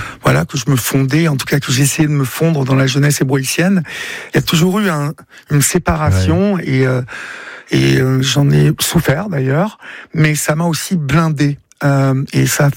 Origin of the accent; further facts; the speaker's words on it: Évreux, Normandy, France; moved away as an adult; Oui, mais il faut que vous sachiez une chose, c'est que j'ai grandi à Évreux, et Évreux est une ville extrêmement compliqué.